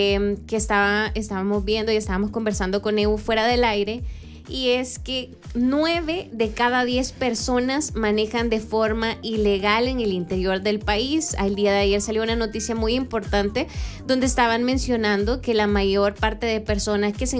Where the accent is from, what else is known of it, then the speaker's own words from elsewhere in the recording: El Salvador; como salvadoreños, como ciudadanos en general, tenemos que tomar acción por este tipo de cosas.